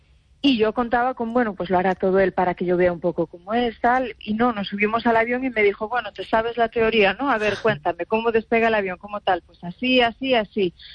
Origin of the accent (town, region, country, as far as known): Cambados, Galicia, Spain